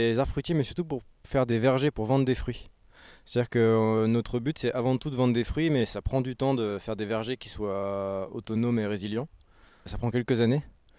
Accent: France; moved away as an adult; now in Saint-Sornin-la-Marche, France; je suis originaire d'une petite ville entre Nantes et Rennes.

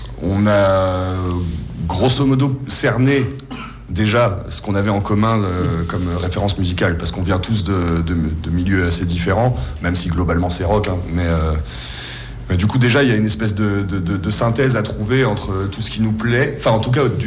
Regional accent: Longwy, Grand Est, France; on vient tous les deux de Longwy.

